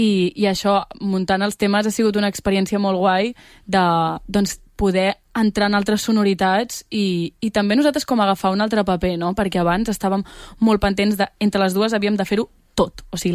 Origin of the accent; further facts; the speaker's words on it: Barcelona, Catalonia, Spain; nosaltres que som de Barcelona, quan arribes a la universitat, de cop, tothom és de fora.